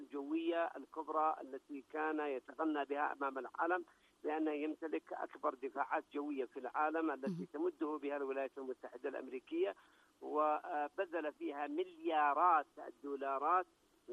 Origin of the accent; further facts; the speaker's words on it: Yemen; نحن أبناء اليمن أعزاء وكرماء وشرفاء.